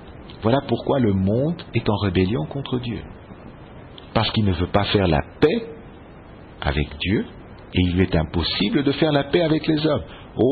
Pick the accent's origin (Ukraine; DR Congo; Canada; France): DR Congo; C'est vrai que sur ma carte d'identité, je suis congolais.